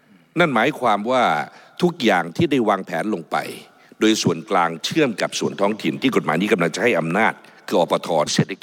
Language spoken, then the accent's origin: Thai; Bangkok, Thailand; born there; กระผมเป็นชาวกรุงเทพมหานครโดยกำเนิด